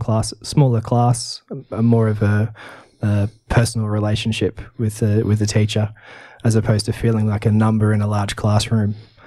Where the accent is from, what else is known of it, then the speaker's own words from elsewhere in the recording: Townsville, Queensland, Australia; I was born in Townsville, and we were raised in Queensland.